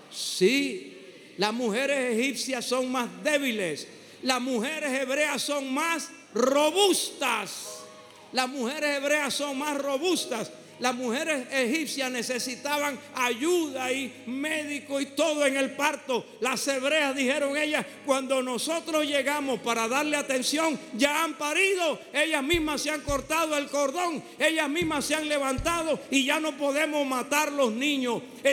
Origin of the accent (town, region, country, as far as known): Panama